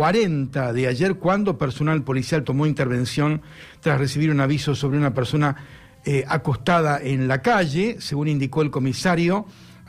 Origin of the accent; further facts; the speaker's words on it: Córdoba, Argentina; Soy cordobés